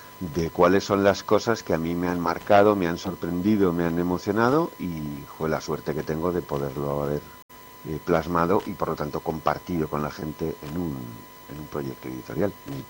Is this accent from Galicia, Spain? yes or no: no; Aragon, Spain; ya había viajado por Aragón, ya me gustaba mi tierra